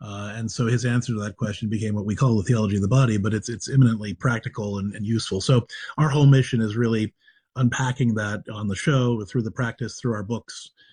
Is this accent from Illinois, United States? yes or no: no; Clairton, Pennsylvania, United States; also born or lived in Ohio; I grew up in Clairton, Pennsylvania, which is the first place that The Deer Hunter was filmed.